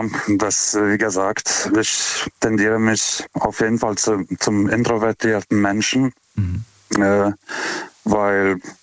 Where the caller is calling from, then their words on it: Karlsruhe, Baden-Württemberg, Germany; German is a second language; aus Karlsruhe. Ich rufe zum zweiten Mal an.